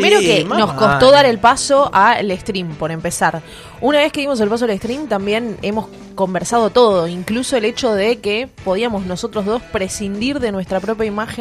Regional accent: Bahía Blanca, Buenos Aires Province, Argentina; nos atraviesa como bahienses, que nos atraviesa en todo sentido, como argentino.

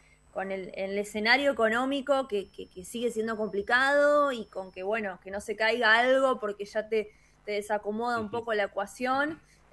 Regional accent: Villalonga, Buenos Aires Province, Argentina; born there; also born or lived in Bahía Blanca; yo nací en Villalonga, de ahí me fui a Bahía a estudiar

